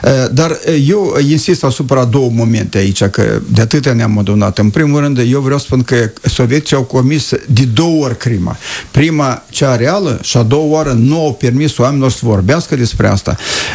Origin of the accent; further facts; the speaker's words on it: Căușeni, Căușeni District, Moldova; eu sunt din Căușeni, am prins foști deportați care se adunau ei între dânși și între dânși și vorbeau.